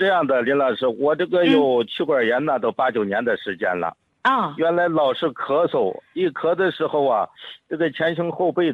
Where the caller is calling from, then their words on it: Nantong, Jiangsu, China; 我家是南通这边的。